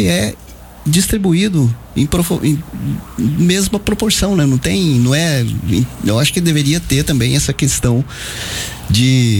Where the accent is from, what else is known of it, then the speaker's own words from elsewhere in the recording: Alagoas, Brazil; moved away; Você vê, eu sou alagoano, mas...